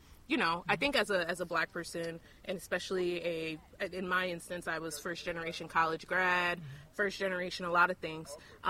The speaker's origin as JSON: {"language": "English", "town": "Albany", "region": "New York", "country": "United States", "tie": "born or raised there", "said": "I'm also from Albany. I grew up here."}